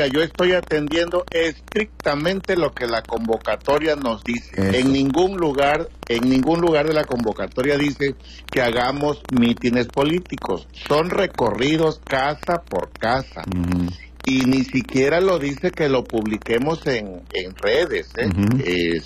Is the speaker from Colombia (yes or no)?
no; Mexico; La soberanía significa la libertad que como mexicanos tenemos para elegir a nuestras propias autoridades